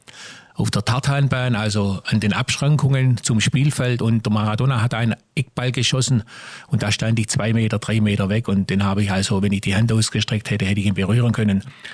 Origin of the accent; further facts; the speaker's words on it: Rechberg, Baden-Württemberg, Germany; Ich bin ein Rechberger durch und durch